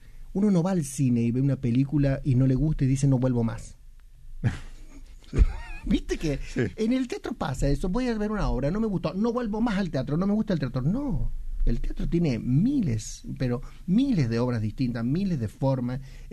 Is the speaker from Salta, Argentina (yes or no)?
no; San Juan, Argentina; now in Córdoba, Argentina; soy sanjuanino, he trabajado mucho tiempo en San Juan